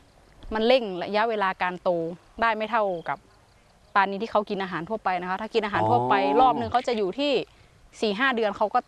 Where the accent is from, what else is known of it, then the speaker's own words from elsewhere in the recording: Chiang Rai, Thailand; moved away as an adult; also born or lived in Bangkok; ตอนนั้นทำงานอยู่ในกรุงเทพค่ะแล้วก็ประสบปัญหากับบริษัทเอาเริ่มเอาคนออกเงี้ยค่ะก็เลยกลับมาอยู่ที่เชียงรายซึ่งเป็นบ้านเกิดของตัวเอง